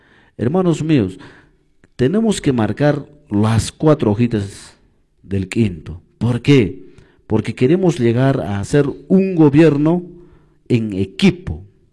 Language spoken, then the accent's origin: Spanish; Velille, Cusco, Peru; Yo particularmente soy del distrito de Belille, y en Belille se marca los 4 coca-quintos